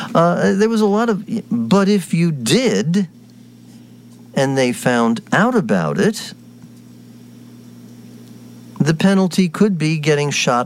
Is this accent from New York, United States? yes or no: yes; Yonkers, New York, United States; growing up in Yonkers